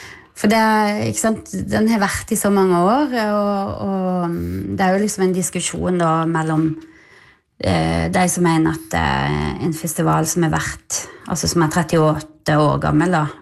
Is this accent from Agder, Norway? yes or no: yes; Vennesla, Agder, Norway; now in Notodden, Norway; Jeg fra Vennesla i Agder, så ja, men, jeg er fra et lidested